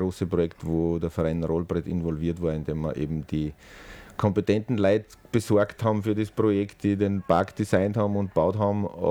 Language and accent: German; Kuchl, Salzburg, Austria; ich bin am Land aufgewachsen, in Kuchl, um genau zu sein, und bin dann in die Stadt gekommen